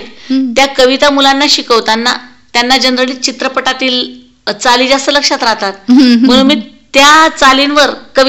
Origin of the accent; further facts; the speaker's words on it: Marwad, Maharashtra, India; माझं माहेर मारवड तिथं मी शिकली, त्याच शाळेत मी काही दिवस नोकरी पण केलेली.